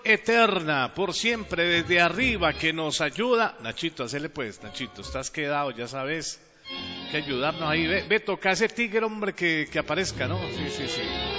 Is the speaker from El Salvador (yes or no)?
no; Colombia; born there; yo soy orgullosamente hispano, orgullosamente latino, orgullosamente hablo este castellano, pero decimos en la calle, como hablamos, este español, este español, o como dicen los portugueses, los italianos, este español. Nací en un país maravilloso, en la puerta Sudamérica, en Colombia